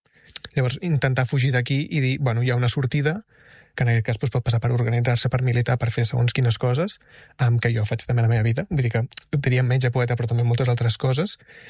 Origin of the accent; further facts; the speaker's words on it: El Masnou, Catalonia, Spain; born there; al meu poble, que és Masnou